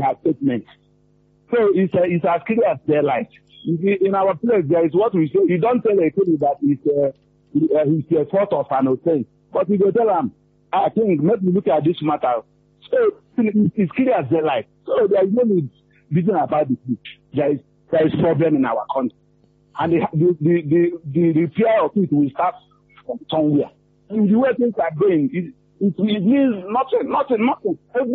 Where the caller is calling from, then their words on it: Enugu, Enugu State, Nigeria; I am calling from Enugu.